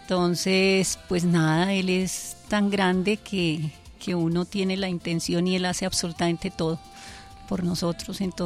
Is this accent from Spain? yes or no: no; Subachoque, Cundinamarca, Colombia; Pero la sabana de Bogotá y especialmente Subachoque